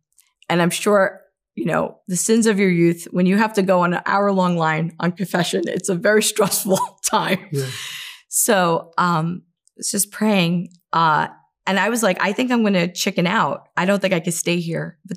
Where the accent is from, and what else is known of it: New York, United States